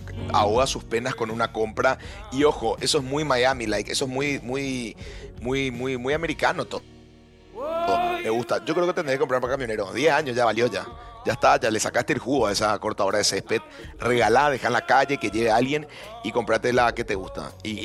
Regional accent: Paraguay; este es el momento donde nosotros nos demostramos lo que somos los paraguayos y decidimos rifar esa oportunidad.

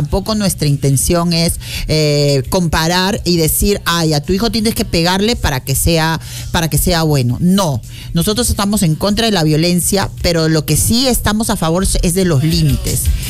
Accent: Los Olivos, Lima, Peru; Hola chicos, soy de Los Olivos.

